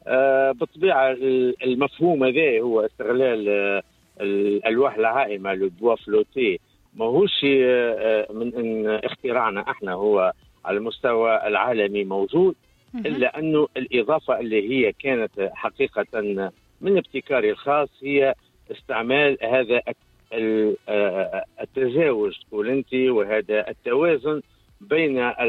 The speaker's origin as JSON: {"language": "Arabic", "country": "Tunisia", "said": "هو أكبر ميتينج عندنا في تونس"}